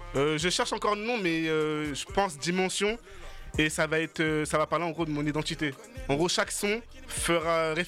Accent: Grigny, France; born there; now in Elbeuf, France; Moi de base, je suis pas d'Elbeuf, je suis né à Grigny. Donc, moi j'ai vu mes grands à Grigny faire de la musique et tout. Je suis arrivé à Elbeuf

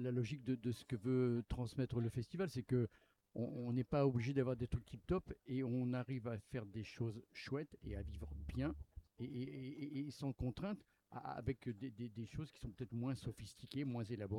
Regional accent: Pau, Nouvelle-Aquitaine, France; also born or lived in Évreux; Je suis de l'agglomération paloise, à Pau.

